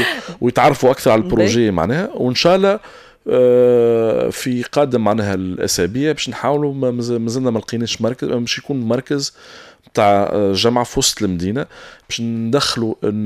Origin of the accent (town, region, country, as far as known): Tunisia